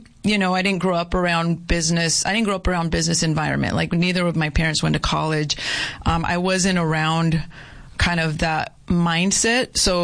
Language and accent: English; San Diego, California, United States; born there; also born or lived in Chula Vista; I'm from San Diego